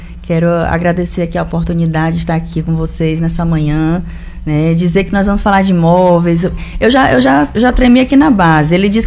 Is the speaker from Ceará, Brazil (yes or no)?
yes; Limoeiro do Norte, Ceará, Brazil; born there; Eu sou uma cearense baiana.